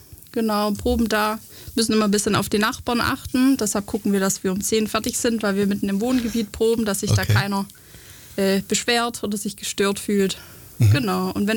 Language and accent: German; Neckarhausen, Germany; Die Cindy, der Thomas und ich, wir kommen alle aus Neckarhausen, so ein Dorf. Und ja, sind zusammen aufgewachsen, wurden zusammen getauft.